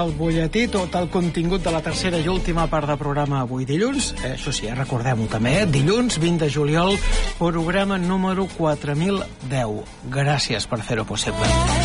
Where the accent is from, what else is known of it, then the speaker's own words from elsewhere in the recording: Cubelles, Catalonia, Spain; jo de petita a Cubelles es feia